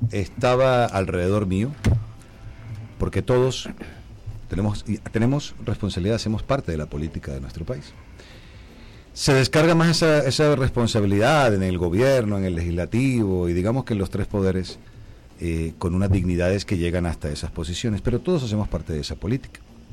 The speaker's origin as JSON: {"language": "Spanish", "town": "Barranquilla", "region": "Atlántico", "country": "Colombia", "tie": "born or raised there", "said": "Yo vengo de la pobreza extrema. Yo nací en un barrio de Barranquilla que se llama el barrio San Roque."}